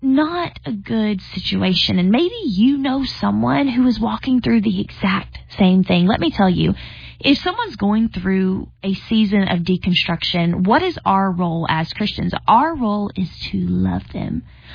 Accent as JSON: {"language": "English", "region": "Georgia", "country": "United States", "lives_now": "California, United States", "said": "you guys know I'm not originally from California. I'm originally from Georgia"}